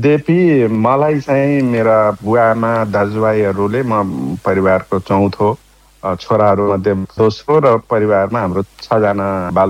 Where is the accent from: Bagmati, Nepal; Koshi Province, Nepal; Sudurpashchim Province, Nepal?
Bagmati, Nepal; born there; Class चाहिँ मेरो गाउँ नजिकै भन्ज्याङमा श्री गणेश प्रावि भन्ने थियो, तिन कक्षासम्म त्यहाँ पढ्यो। त्यसपछि अरुणोदय मावि गाउँबाट अलिकति टाढा 3 किलोमिटर जति हिँडेर जानुपर्ने थियो, तिन कक्षादेखि सात कक्षासम्म अरुणोदय माविमा पढ्यो